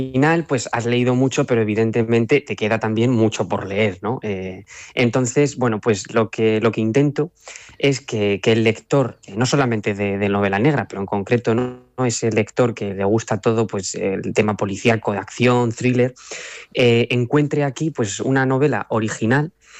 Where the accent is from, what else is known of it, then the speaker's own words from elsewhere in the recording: Lillo, Castilla-La Mancha, Spain; now in Talavera de la Reina, Spain; mi pueblo, que es donde me he criado